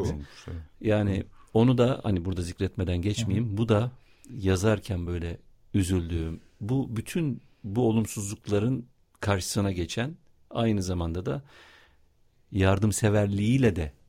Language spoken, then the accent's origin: Turkish; Siirt, Siirt Province, Turkey; Bir Siirtli olarak Soydan'ı da anayım.